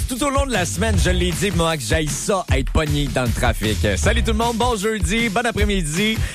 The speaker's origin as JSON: {"language": "French", "region": "Quebec", "country": "Canada", "said": "Je viens pas de la Beauce, OK? Je viens pas de la Beauce. Je viens d'un beau coin qui s'appelle l'Estrie."}